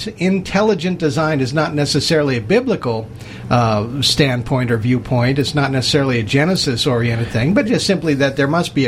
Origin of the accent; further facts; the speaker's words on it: Los Angeles, California, United States; And, you know, I was raised in Los Angeles and Hollywood movies and everything